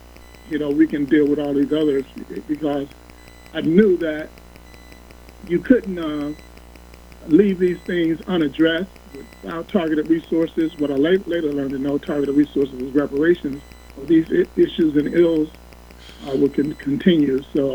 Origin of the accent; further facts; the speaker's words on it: Chicago, Illinois, United States; But I'm hailing from Chicago. I'm a real estate investor by trade.